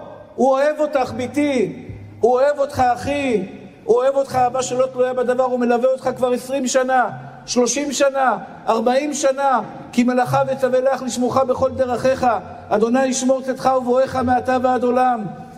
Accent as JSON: {"language": "Hebrew", "town": "Tel Aviv", "region": "Tel Aviv District", "country": "Israel", "tie": "born or raised there", "said": "אני גדלתי בשכונת התקווה"}